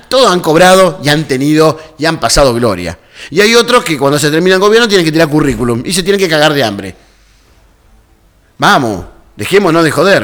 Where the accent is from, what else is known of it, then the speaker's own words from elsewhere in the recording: Colón, Entre Ríos, Argentina; Yo soy de Colón, yo no le voy a hacer partido más fácil a la Unión, ¿me entendés?